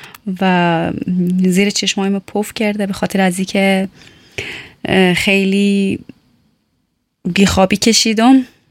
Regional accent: Tehran, Tehran Province, Iran; moved away; همیشه گفتم متولد ایران هستم، خود در کوچه پس کوچه های تهران میدیدم

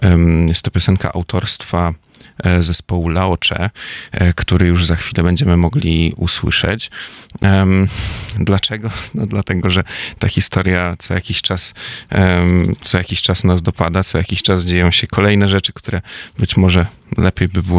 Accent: Gdańsk, Pomeranian Voivodeship, Poland; now in Darmstadt, Germany; Ich komme auch selbst aus Danzig

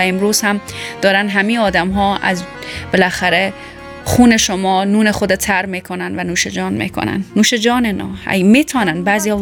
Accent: Iran; born there; من حالا به نوعی چون در ایران متولد شدم، ادبیات بسیار غنی فارسی ایران دارم

